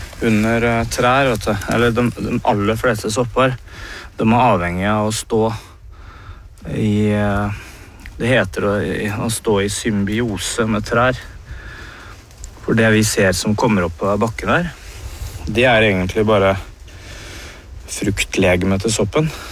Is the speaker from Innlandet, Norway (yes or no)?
no; Sarpsborg, Østfold, Norway; Jeg hadde en lærer når jeg vokste opp på Borgenøven I Sarpsborg